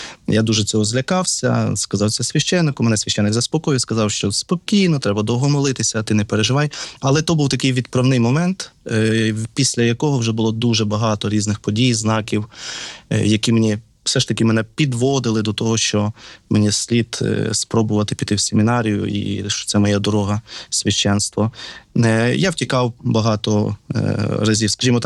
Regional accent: Korosten, Zhytomyr Oblast, Ukraine; born there; also born or lived in Berdychiv / Kyiv; я сам родом з Бердичева, народився в місті Бердичеві. Потім так склалося, що в 10 років я переїхав до міста Коростеня і закінчивши школу вже там в місті Коростені

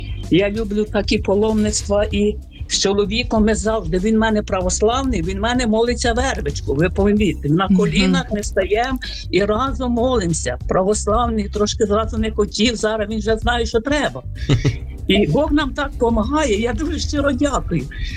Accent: Vinnytsia Oblast, Ukraine; now in Illintsi, Ukraine; Я сама із Шаргородського району, але вже 51 рік я живу в Іллінцях. Це зовсім друга сторона.

